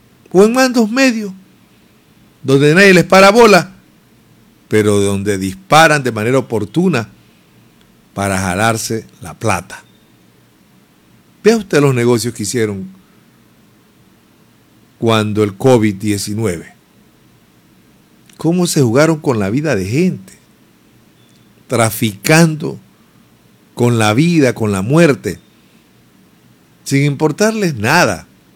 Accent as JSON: {"language": "Spanish", "country": "Ecuador"}